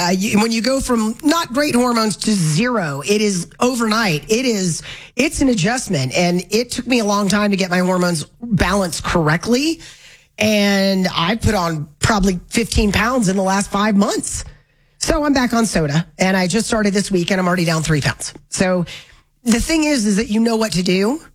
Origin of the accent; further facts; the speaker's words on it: Florida, United States; moved away; go back to where I am actually from in Florida.